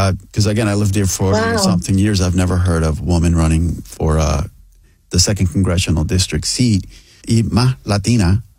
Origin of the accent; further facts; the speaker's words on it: Philadelphia, Pennsylvania, United States; I'm originally from 20th Street, but when we moved up to Kensington, I've been there like about 40 something years now.